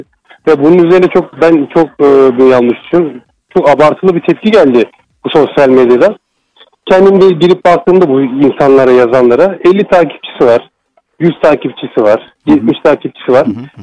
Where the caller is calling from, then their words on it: Istanbul, Turkey; İstanbul'dan arıyorum